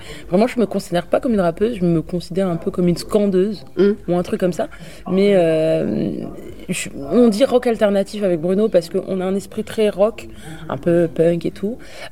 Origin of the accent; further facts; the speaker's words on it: Île-de-France, France; On vient de région parisienne, pour la plupart.